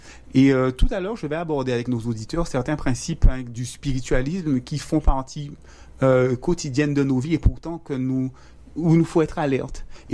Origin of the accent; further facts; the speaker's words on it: Guadeloupe; même en tant que Guadeloupéen, on est français, donc de culture occidentale.